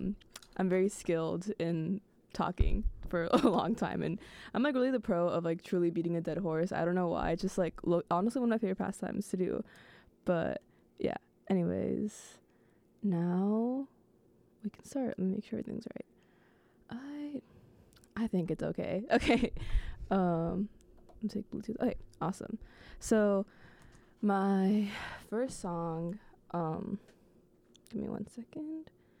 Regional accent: Katy, Texas, United States; moved away as an adult; now in Austin, United States; I'm from Katy, so like a suburb of Houston. I like to call it fake Houston, but yeah, it's like super car dependent

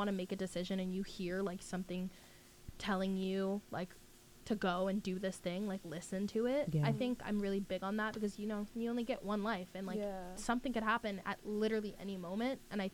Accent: Florida, United States; and we were, because I'm from Florida, and I'm

